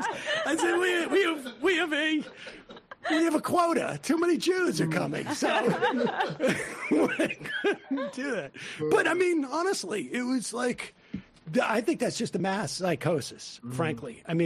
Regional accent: Worcester, Massachusetts, United States; And, you know, I grew up in Worcester, Massachusetts. It was not like a very, like, it was not the most Jewish of places, but we were, you know, in Hebrew school.

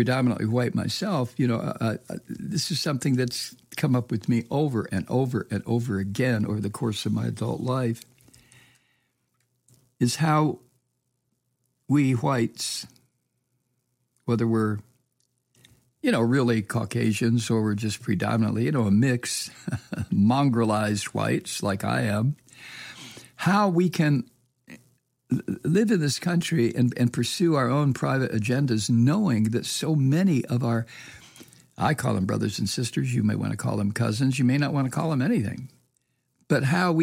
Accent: United States; I'm an American.

